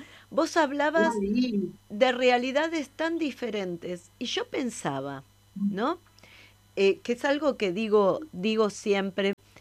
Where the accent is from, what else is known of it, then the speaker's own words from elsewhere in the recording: Buenos Aires, Argentina; yo soy como muy argentina, tengo muy la camiseta, ¿no? Y reconozco todo la soberbia que tenemos los porteños por ser porteños.